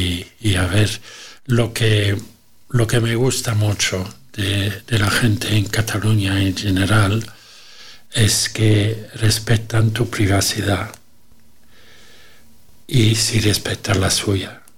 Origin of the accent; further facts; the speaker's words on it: Belgium; now in Arbúcies, Spain; eso es una cosa que conozco desde pequeño, porque Bélgica, mi tierra, nunca hubiera tenido que existir como país.